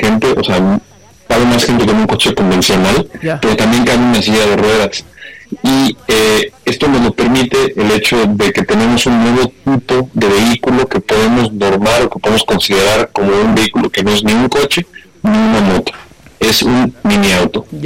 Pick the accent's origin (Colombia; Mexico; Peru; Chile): Mexico